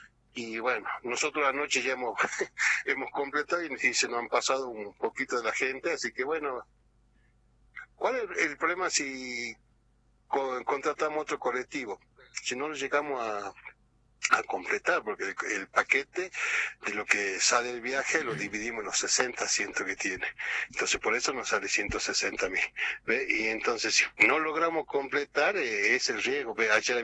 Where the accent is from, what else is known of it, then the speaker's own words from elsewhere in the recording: La Quiaca, Jujuy, Argentina; que somos de la Quiaca, que somos de la prelatura.